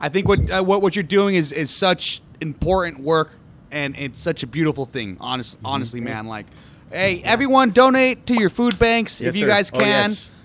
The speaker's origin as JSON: {"language": "English", "town": "Riverside", "region": "California", "country": "United States", "said": "you know, because we're from Riverside, or like Southern California is like, our drive is what, like maybe like"}